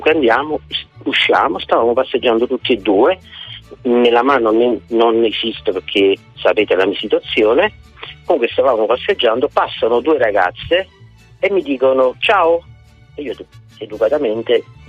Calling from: Frankfurt, Hesse, Germany; da Francoforte.

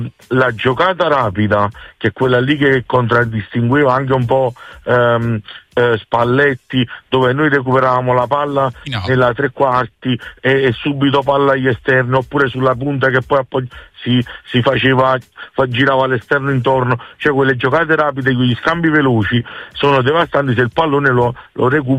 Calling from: Caserta, Campania, Italy; da Caserta

